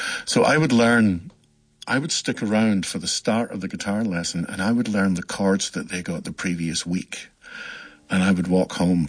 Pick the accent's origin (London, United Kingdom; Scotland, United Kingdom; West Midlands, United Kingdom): Scotland, United Kingdom; Paisley; now in Ontario, Canada; I grew up in Paisley, in the west of Scotland. The big town. It's kind of famous for being the biggest town in the UK that isn't a city.